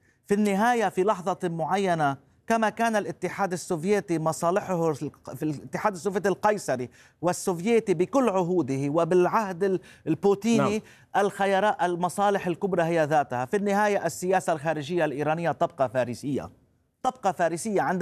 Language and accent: Arabic; Lebanon; يضعنا كلبنانيين